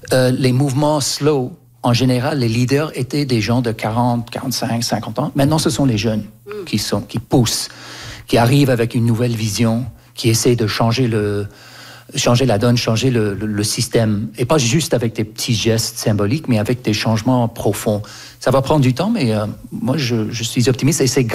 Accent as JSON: {"language": "French", "country": "Canada", "tie": "born or raised there", "said": "moi j'ai grandi au Canada et quand j'avais 4, 5, 6 ans, il y avait un bus"}